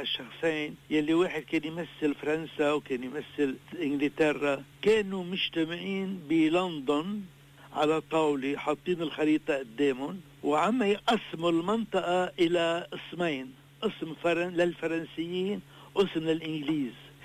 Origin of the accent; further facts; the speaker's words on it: Tripoli, North Governorate, Lebanon; also born or lived in Qartaba, Jbeil District; سنة 58 أنا ولدت بطرابلس شمال ونميت هناك، مع أني أنا من قرطبة قضاء جبال.